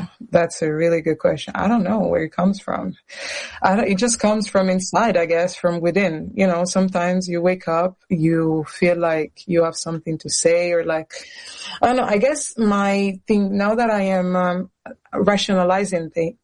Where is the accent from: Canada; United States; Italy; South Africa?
Italy; moved away; growing up in Italy